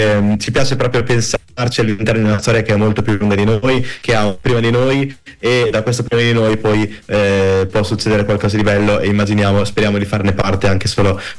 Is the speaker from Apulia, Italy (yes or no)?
no; Rimini, Emilia-Romagna, Italy; Ti parlo da riminese, a Torriana per lavoro.